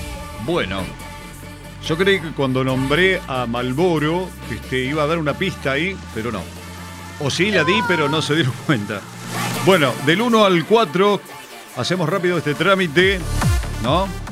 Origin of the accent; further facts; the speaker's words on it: Argentina; ¿viste cómo somos los tifosi argentinos? Los hinchas argentinos.